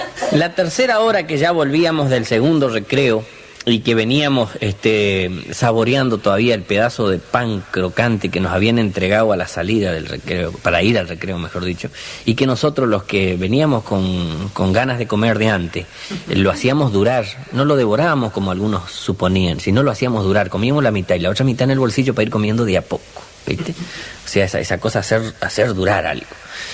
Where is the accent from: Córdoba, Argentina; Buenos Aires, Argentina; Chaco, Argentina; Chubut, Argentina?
Chaco, Argentina; yo chaqueño decía, no, yo soy del Chaco.